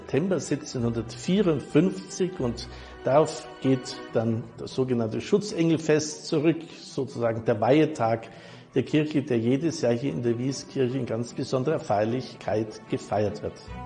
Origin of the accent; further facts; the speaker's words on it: Augsburg, Bavaria, Germany; born there; Ich bin ein gebürtiger Augsburger